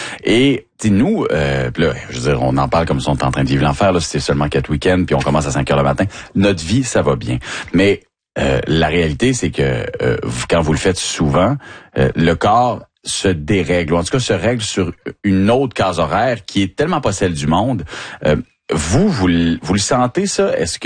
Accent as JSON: {"language": "French", "region": "Quebec", "country": "Canada", "said": "Ben oui, parce que on est des vrais. Quand on vient du Saguenay-Lac-Saint-Jean, ben oui, c'est vrai"}